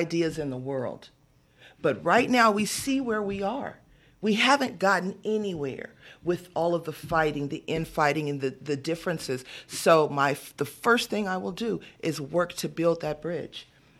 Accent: West Covina, California, United States; also born or lived in Baldwin Park / La Puente; But the bulk of my childhood was in West Covina. And then I moved from West Covina to La Puente. and I graduated from La Puente High School.

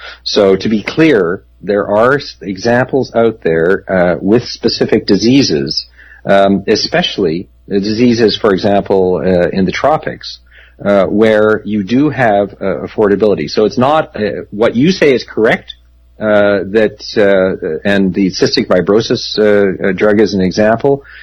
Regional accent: Canada; now in Germany; I'm a Canadian marooned in Germany.

